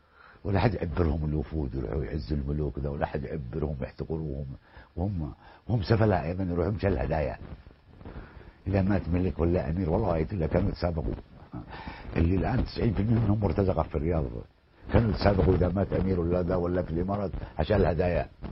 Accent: Yemen; فانت كيمني

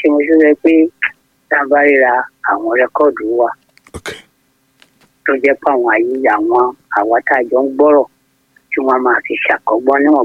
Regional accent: Egbado, Ogun, Nigeria; kì í ṣe pé wọ́n ní wọ́n pé nílùú níbi tí mo ti wá lẹ́gbàdo Ogun State.

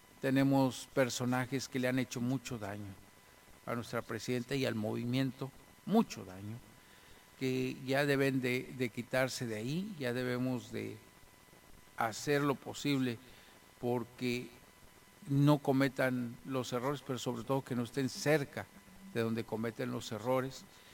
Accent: Mexico; tengamos mejores oportunidades como mexicanos y que nos vaya mejor en este país que tanto amamos y tanto queremos.

